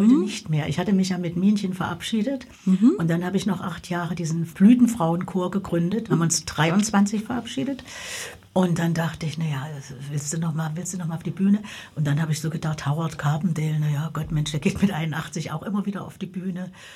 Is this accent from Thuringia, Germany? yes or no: yes; Eisenach, Thuringia, Germany; Ich bin hier groß geworden.